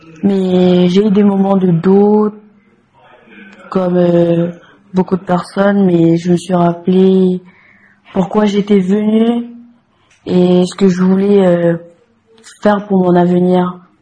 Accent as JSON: {"language": "French", "country": "Wallis & Futuna", "tie": "born or raised there", "moved": "yes", "said": "j'ai 20 ans, je suis originaire de Wallis"}